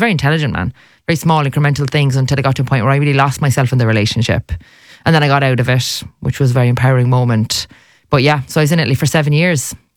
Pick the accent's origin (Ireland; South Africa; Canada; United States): Ireland; I've travelled as an Irish woman as well, so I've represented abroad.